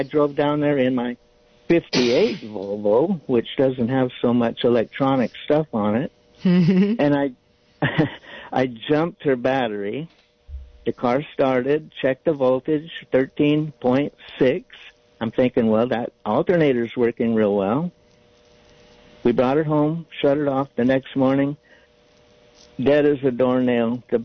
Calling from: Las Lomas, California, United States

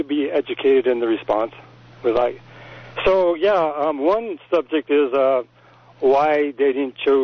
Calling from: Royal Oaks, California, United States; Hi, Becky. … from Royal Oak.

